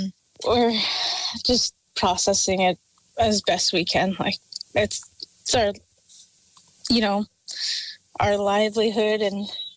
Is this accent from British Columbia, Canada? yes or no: yes; Penticton, British Columbia, Canada; We're both from large families. I'm originally from Penticton, and my home community is Penticton Indian Band